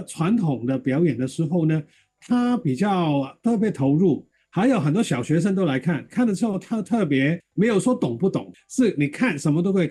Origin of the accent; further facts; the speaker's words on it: China; 因为我常常觉得戏曲是我们中国人的音乐剧